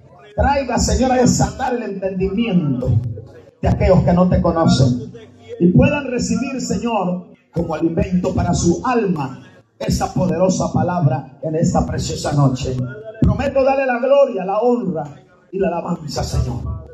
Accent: Guatemala; Yo sigo diciendo que soy de Guatemala, pero ya no se me oye igual, hermano.

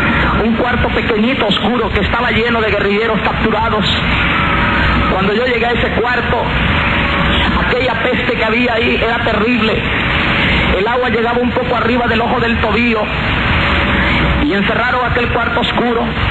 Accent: Chiquimula, Guatemala; Yo soy de una provincia en Guatemala llamada Chiquimula.

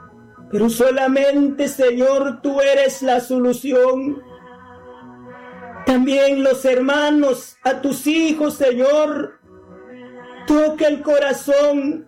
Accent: Guatemala; ¿cuántas emisoras hay en mi país, Guatemala?

